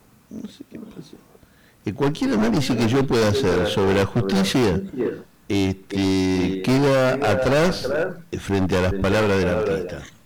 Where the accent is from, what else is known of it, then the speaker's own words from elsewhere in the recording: Argentina; a manifestarnos como argentinos